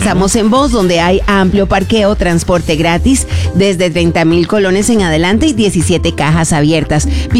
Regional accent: La Cruz, Guanacaste, Costa Rica; Soy de La Cruz.

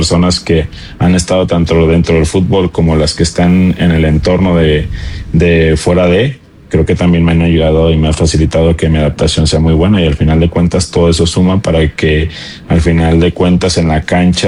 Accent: Noria de Ángeles, Zacatecas, Mexico; moved away as an adult; now in Costa Rica; es Noria de Ángeles, Zacatecas, y en específico de una comunidad que se llama el Puerto de Juan Alberto o Estación Genaro.

